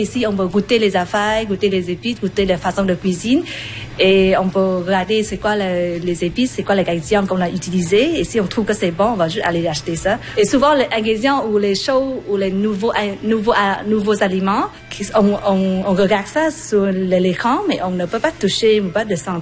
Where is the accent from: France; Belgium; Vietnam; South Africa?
Vietnam; French is a second language; jeune fan. Je viens de Vietnam.